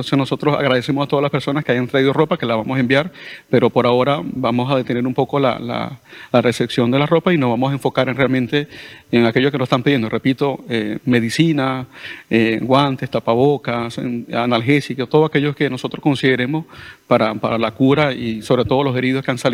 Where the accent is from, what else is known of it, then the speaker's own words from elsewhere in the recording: Venezuela; now in Balearic Islands, Spain; yo soy venezolano y me duele mi país